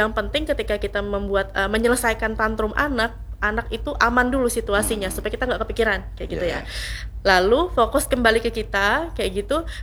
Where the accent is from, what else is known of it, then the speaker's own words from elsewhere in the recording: Banjar, South Kalimantan, Indonesia; kita orang Banjar